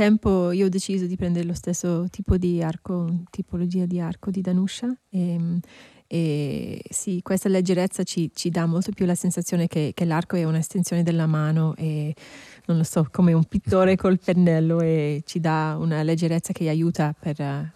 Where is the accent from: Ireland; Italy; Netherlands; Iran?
Ireland; Italian is a second language; moved away; io sono stata cresciuta in Irlanda con la musica folk